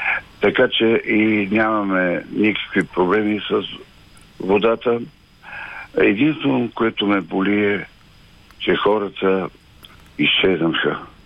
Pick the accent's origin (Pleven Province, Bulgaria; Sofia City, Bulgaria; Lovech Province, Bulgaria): Lovech Province, Bulgaria; Teteven; съм от Тетевен.